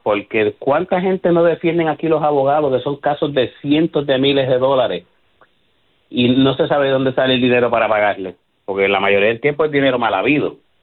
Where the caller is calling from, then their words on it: Isabela, Puerto Rico; de Isabela.